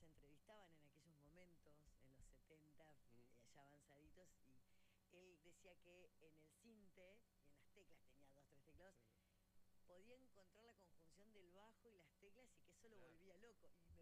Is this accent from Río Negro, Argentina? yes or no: yes; Río Negro, Argentina; los que somos acá del Alto Valle